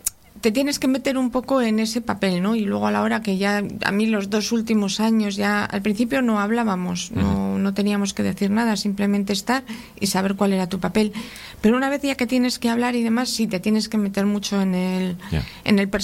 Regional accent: Laredo, Cantabria, Spain; Entonces los pocos que estamos ahí por la mañana, que somos de Laredo, pues hacemos campamento por la mañana.

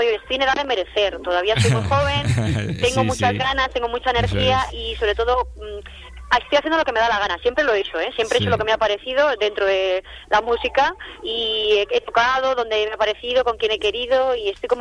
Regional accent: Laguna de Duero, Castile and León, Spain; en mi pueblo, en Laguna de Duero

